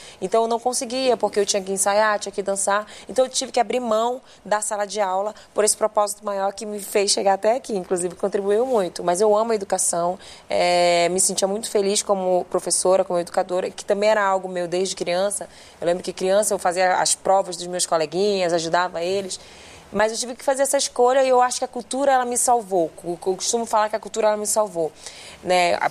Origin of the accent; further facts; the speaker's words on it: Manaus, Amazonas, Brazil; born there; Eu nasci em Manaus.